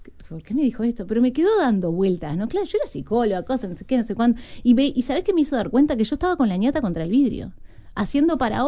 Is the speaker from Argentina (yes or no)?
no; Canelones, Uruguay; yo soy uruguaya hasta la médula, canaria hasta la médula, o sea, no me movería, sí, a trabajar, ¿no? Pero como en esta cuestión donde siempre termino, en mi hogar es Canelones, ahora vivo en La Gomar, ¿no? Pero es eso, Pinar, Atlántida, La Gomar, no me saco de ahí.